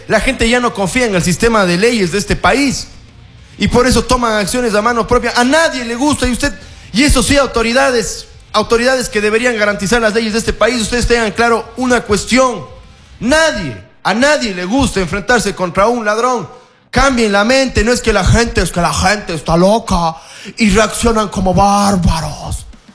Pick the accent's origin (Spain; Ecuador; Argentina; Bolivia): Ecuador; Azuay; la gente en el Azuay también somos cabreados, somos descendientes de los Cañaris